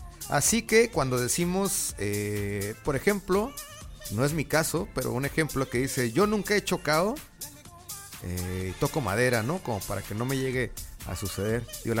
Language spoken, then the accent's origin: Spanish; Mexico; qué hacemos nosotros realmente culturalmente como mexicanos